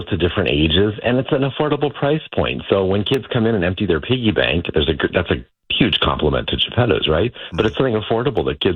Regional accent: San Diego, California, United States; moved away as an adult; I left what I was doing on the East Coast. I'm from San Diego.

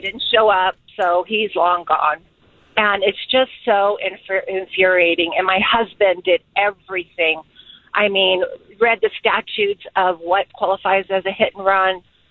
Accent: Arizona, United States; now in El Dorado Hills, United States; Because I'm from Arizona, born and raised. I moved to El Dorado Hills about 14 years ago

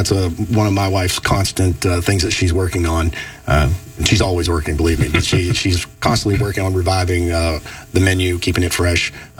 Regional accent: Georgia, United States; also born or lived in Bethel Park, Pennsylvania; I was born in Pittsburgh area, Bethel Park. My mom was from Peters, but my dad was in the military. And so grew up very young, military base, and he was actually from South Georgia, and we settled down there.

